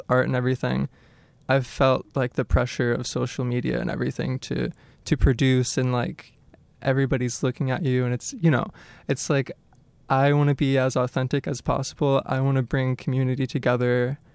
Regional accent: Florida, United States; now in Hazel Park, United States; Oh, I live in Hazel Park. I'm originally from Florida

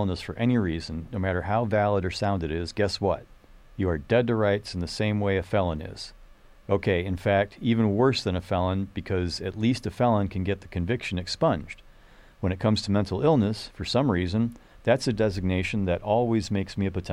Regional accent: Virginia, United States; I'm from Virginia, where smoking cigarettes is just a fact of life.

